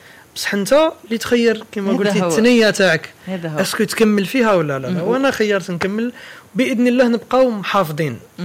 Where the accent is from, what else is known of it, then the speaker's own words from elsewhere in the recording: Constantine, Constantine Province, Algeria; المالوف عنده معزه في قلبي من الصغر لانه تربينا عليه وكبرنا باللي هذا هو الهويه الثقافيه لمدينتي القسنطينه العزيزه عليا